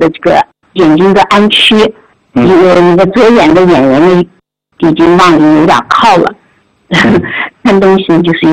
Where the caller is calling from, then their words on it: Korla, Xinjiang, China; 来自新疆美丽的城市，乡里的故乡库尔勒市。